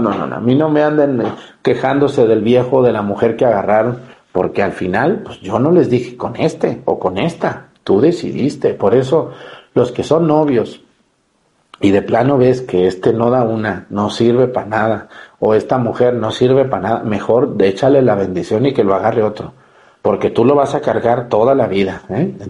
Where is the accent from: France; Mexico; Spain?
Mexico; Mexticacán, Jalisco; Cuando en mi pueblo, en Mesticacán, inauguramos la Virgen del Carmen